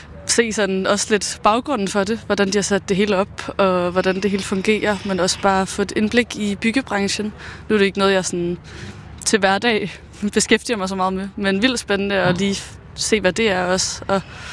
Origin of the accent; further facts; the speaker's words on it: Copenhagen, Capital Region of Denmark, Denmark; Jeg er fra København, ja.